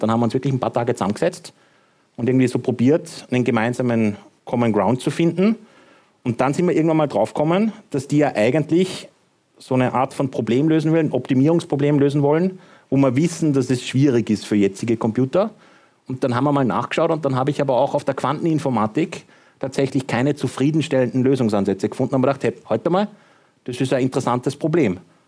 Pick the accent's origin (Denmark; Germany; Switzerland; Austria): Austria; Hagenberg, Upper Austria; born or raised there